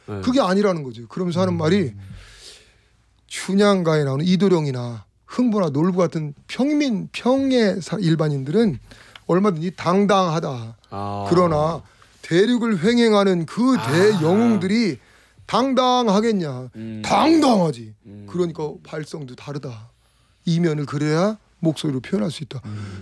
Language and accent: Korean; Chungcheong, South Korea; 그래서 제가 충청도 놈이요. 그래서 그 충청도 소리 한번 있어보려고 그래요.